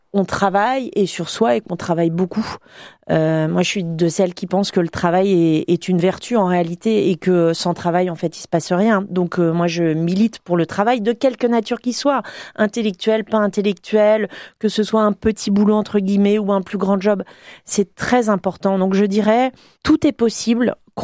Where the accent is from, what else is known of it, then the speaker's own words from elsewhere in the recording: Bordeaux, Nouvelle-Aquitaine, France; je suis bordelaise